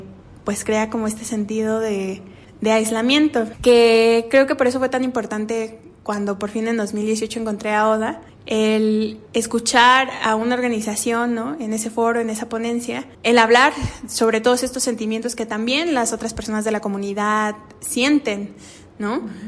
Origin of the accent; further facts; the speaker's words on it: South Carolina, United States; now in Mexico; Para entonces yo ya tenía casi 8 años de retornada, ¿no? Pues crecí en Carolina del Sur y estaba estudiando la carrera de Derecho en la UNAM